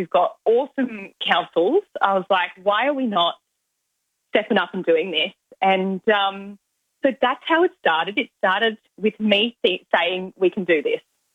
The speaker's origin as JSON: {"language": "English", "town": "Adelaide", "region": "South Australia", "country": "Australia", "tie": "born or raised there", "said": "I'm from South Australia. I'm born and bred in Adelaide."}